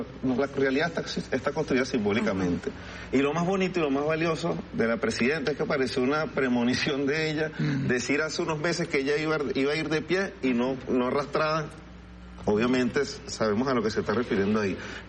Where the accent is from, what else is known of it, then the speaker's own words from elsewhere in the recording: Venezuela; y por eso el orgullo que yo siento como venezolano